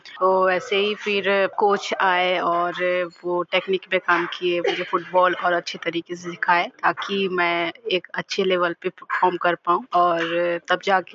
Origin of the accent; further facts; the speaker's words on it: Bicharpur, Madhya Pradesh, India; हमारे गांव mini Brazil के नाम से जाना जाता है